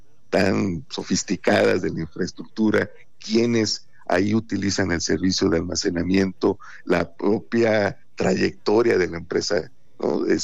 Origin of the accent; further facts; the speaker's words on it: Veracruz, Mexico; moved away; en mi patria chica, allá en Veracruz